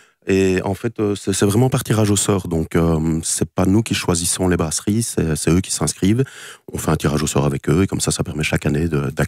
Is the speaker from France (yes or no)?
no; Namur, Wallonia, Belgium; Parce qu'on est namurois